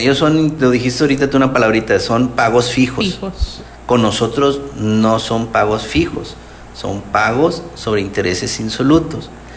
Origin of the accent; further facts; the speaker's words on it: Mexico; si no somos un mexicano